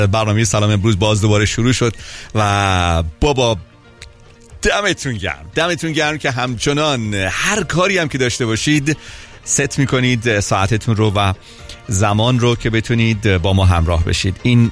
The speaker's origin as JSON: {"language": "Persian", "town": "Tehran", "region": "Tehran Province", "country": "Iran", "tie": "born there", "said": "صادر از تهران"}